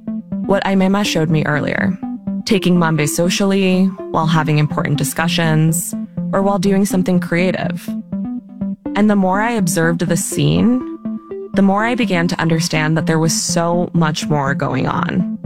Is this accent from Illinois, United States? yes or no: no; Florida, United States; Growing up in the Colombian diaspora in the U.S., I heard my fair share of cocaine-related stereotypes and bad jokes. A middle school social studies teacher in Florida used bullets and cocaine as a mnemonic device to teach Colombia's capital.